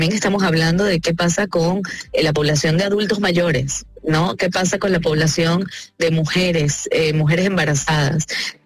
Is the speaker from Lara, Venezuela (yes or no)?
no; Caracas, Capital District, Venezuela; moved away; a pesar de que soy caraqueña.